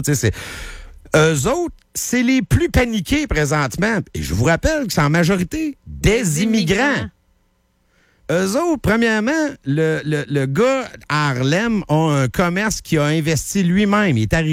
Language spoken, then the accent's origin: French; Plessisville, Quebec, Canada; quand j'étais jeune à Plessisville.